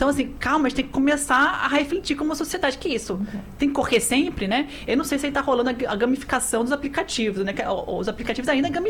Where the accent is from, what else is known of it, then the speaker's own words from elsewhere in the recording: Brazil; A gente é brasileiro. A gente tá morando numa cidade. Que Brasil é esse que as pessoas estão morrendo?